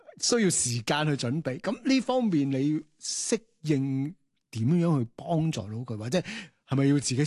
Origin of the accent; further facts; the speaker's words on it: Hong Kong; 你知道我哋香港人㗎啦，翻工哇嗱嗱臨啦